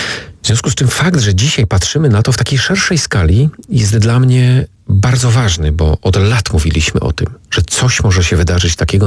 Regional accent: Opole Voivodeship, Poland; tutaj u nas na Opolszczyźnie

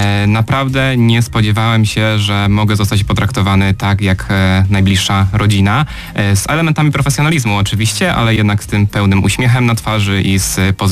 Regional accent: Rzeszów, Subcarpathian Voivodeship, Poland; moved away as an adult; now in Opole, Poland; Ja pochodzę z Rzeszowa, z Podkarpacia.

